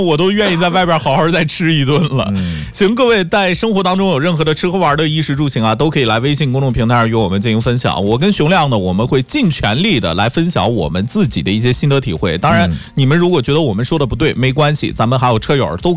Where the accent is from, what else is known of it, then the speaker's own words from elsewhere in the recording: Henan, China; 我是河南的。